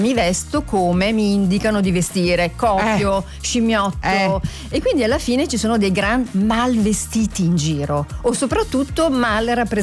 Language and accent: Italian; Emilia-Romagna, Italy; siamo emiliano-romagnole, quindi veniamo da una terra sanguigna.